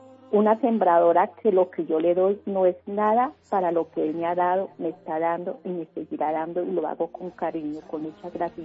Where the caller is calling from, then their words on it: Bogotá, Bogotá Capital District, Colombia; Estoy en la zona quinta de Wisma.